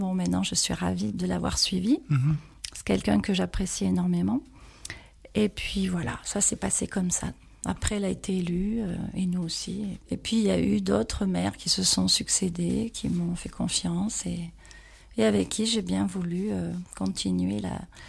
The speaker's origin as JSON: {"language": "French", "region": "Auvergne-Rhône-Alpes", "country": "France", "also_born_or_lived": "Vals-les-Bains", "said": "Et Ardéchoise, bien sûr. J'habite au Benat depuis 38 ans et avant, j'habitais Vals-les-Bains, c'est pas très loin."}